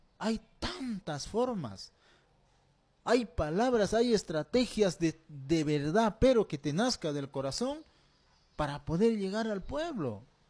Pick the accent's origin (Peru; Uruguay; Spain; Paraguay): Peru; somos peruanos